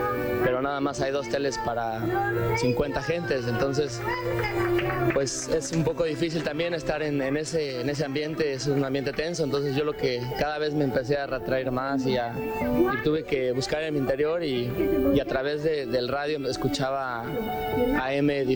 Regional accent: San Diego, California, United States; soy de San Diego

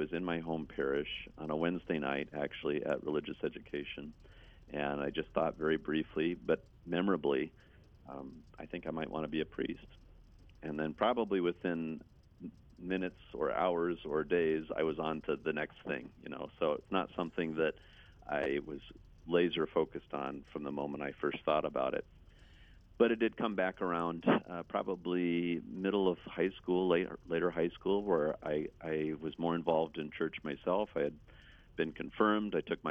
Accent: Ottumwa, Iowa, United States; now in Baker, United States; I'm the youngest of 11 children from Ottumwa, Iowa, is where I grew up in the Diocese of Davenport, so southeast Iowa

